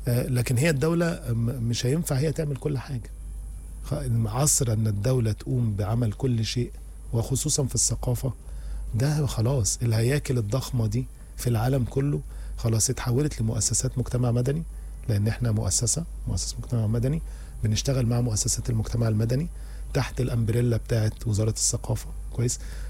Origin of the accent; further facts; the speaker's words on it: Egypt; فهو عارف ان انا مصري